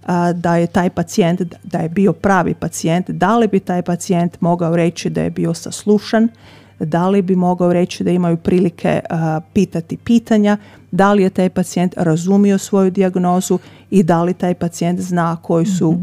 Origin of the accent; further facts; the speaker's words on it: Croatia